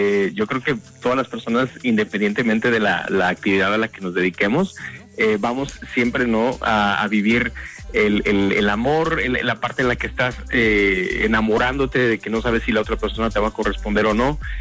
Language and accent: Spanish; Guadalajara, Jalisco, Mexico; also born or lived in Mexico City; yo soy de Guadalajara. Nací en la capital del país, nací en la Ciudad de México. Sin embargo, mucha parte de mi vida, más bien toda, ¿no?, desde bebé